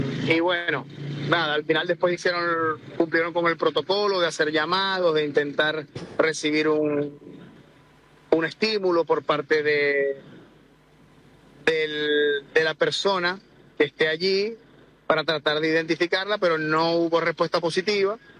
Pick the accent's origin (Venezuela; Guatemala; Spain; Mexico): Venezuela; moved away as an adult; also born or lived in Argentina; su mamá y yo, que somos venezolanos, decidimos retornar a Venezuela.